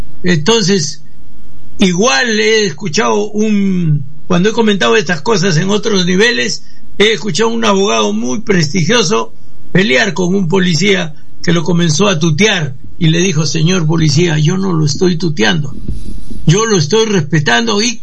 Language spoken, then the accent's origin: Spanish; Peru; yo deseo, de verdad, de todo corazón, como los peruanos, de buenos sentimientos, tener una policía en la que yo me quite el sombrero.